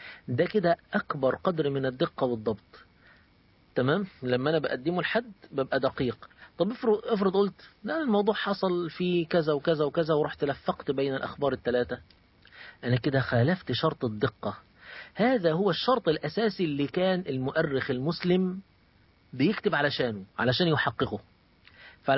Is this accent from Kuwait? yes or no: no; Egypt; كان عندنا في مصر واحد اسمه نصر حامد أبو زيد.